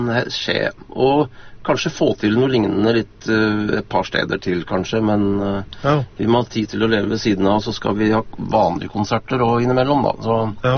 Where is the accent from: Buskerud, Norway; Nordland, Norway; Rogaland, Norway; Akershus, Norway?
Akershus, Norway; Lørenskog; moved away; Så jeg kommer jo egentlig fra Lørenskog. Jeg vokste opp da.